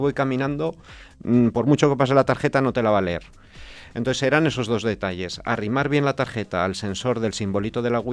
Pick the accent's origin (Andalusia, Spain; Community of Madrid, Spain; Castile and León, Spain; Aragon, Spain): Aragon, Spain; Monzón; Yo como montisonense